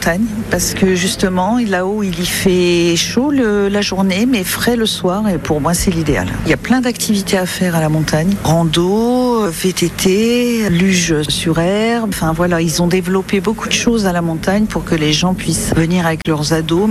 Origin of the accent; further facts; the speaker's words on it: North Aegean, Greece; moved away; Je suis originaire de l'île de Samos.